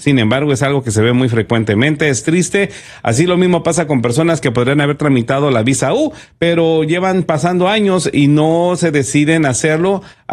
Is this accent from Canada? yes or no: no; Mexico; now in United States; el latino por naturaleza, y especialmente yo que soy mexicano